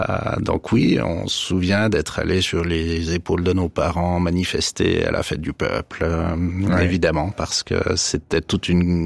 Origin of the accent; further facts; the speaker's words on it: Delémont, Jura, Switzerland; Moi, j'ai grandi à Delémont, donc, on a grandi dans ce terrain d'indépendance